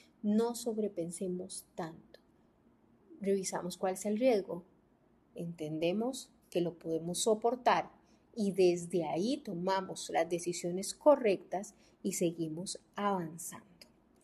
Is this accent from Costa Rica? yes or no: yes; Costa Rica; Yo soy de acá de Costa Rica